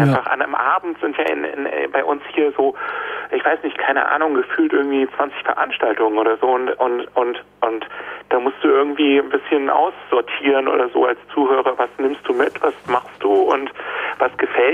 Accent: Darmstadt, Hesse, Germany; born there; also born or lived in Freiburg; Ich bin mit acht bin ich nach Darmstadt gekommen dann. Also da sind wir umgezogen mit unserer Familie und aber ich bin also wirklich aufgewachsen in Freiburg und Grundschule noch gegangen

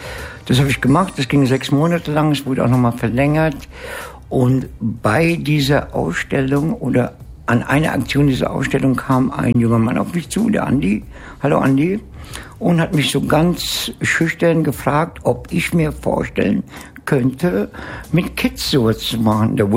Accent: Italy; Ich mag Kinder, ich bin Italiener, ich komme aus einer großen Familie.

